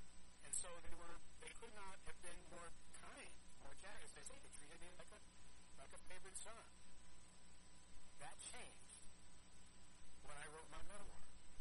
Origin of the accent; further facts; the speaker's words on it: Gloversville, New York, United States; it was very recognizable as a town based on upstate New York and Loversville in particular.